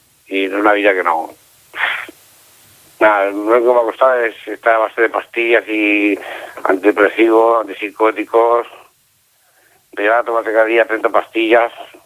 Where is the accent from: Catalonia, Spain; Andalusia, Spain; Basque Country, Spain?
Catalonia, Spain; Lleida; Un año que yo con una chica aquí, yo soy de Lleida